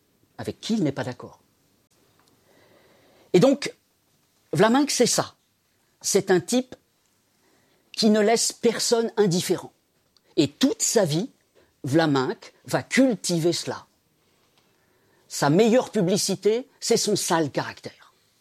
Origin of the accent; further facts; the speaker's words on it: Centre-Val de Loire, France; born there; Mais moi, je suis né en Eure-et-Loire.